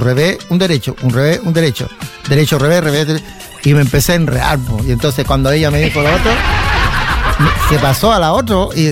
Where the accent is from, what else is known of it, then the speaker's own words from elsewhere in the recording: San Rosendo, Biobío, Chile; Yo vengo de San Rosendo.